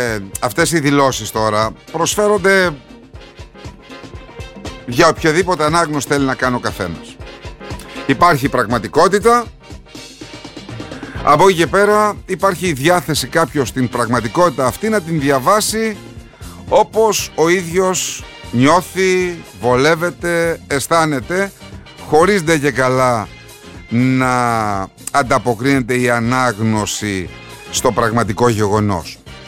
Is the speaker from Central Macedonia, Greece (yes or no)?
yes; Thessaloniki, Central Macedonia, Greece; Εγώ μεγάλωσα στο Κορδελιό και μετά από το σπίτι μου ήταν εκεί που είναι η Βιοκαρπέτ.